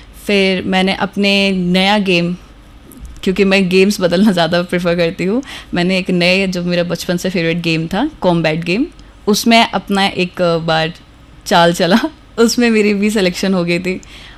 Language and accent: Hindi; Gwalior, Madhya Pradesh, India; मैं ग्वालियर की ही निवासी हूँ